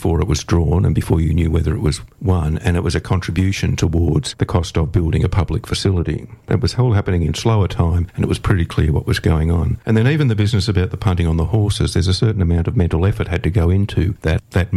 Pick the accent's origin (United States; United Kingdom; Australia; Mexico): Australia; Sydney, New South Wales; I grew up in Sydney